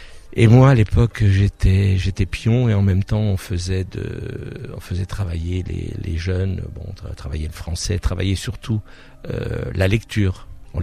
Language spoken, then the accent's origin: French; Jœuf, Grand Est, France; also born or lived in Metz; j'ai passé mon enfance à Jeuf. Moi je suis un enfant issu de la sidérurgie, hein, puisque mon père était travaillé au laminoir